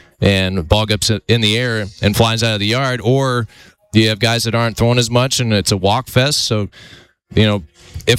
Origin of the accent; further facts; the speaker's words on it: Oakland, California, United States; moved away as an adult; now in Santa Barbara, United States; I grew up in Oakland. You know, I grew up in the city. In the Bay Area, and I came to Santa Barbara when I was 21 years old. I transferred, and I've been there for 15 years.